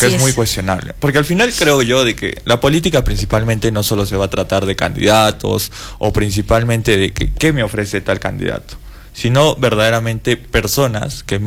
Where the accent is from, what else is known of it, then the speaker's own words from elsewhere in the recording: Arequipa, Peru; yo como ciudadano arequipeño